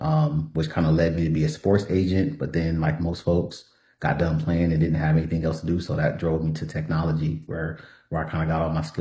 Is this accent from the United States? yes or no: yes; Los Angeles, California, United States; I grew up in South Central LA, first college generational graduate.